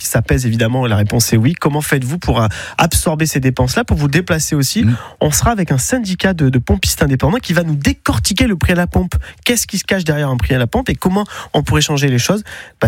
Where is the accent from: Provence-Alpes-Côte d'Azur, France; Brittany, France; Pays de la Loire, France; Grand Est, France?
Provence-Alpes-Côte d'Azur, France; Pernes-les-Fontaines; Donc en fait, on sait à peu près tout, enfin quasiment tous les noms quand on est vraiment de Pernes.